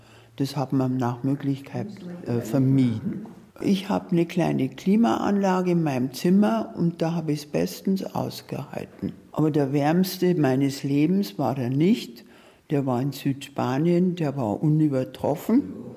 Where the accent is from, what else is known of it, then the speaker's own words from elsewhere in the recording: Munich, Bavaria, Germany; Also ich komme aus München und da gibt es die Isarauen.